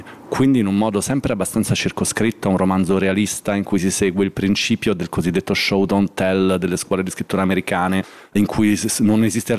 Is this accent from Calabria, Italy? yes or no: no; Milan, Lombardy, Italy; io sono cresciuto a Milano nella stagione in cui gli spazi di alternativa sociale, che fossero occupati, autogestiti, di ogni tipo, erano tantissimi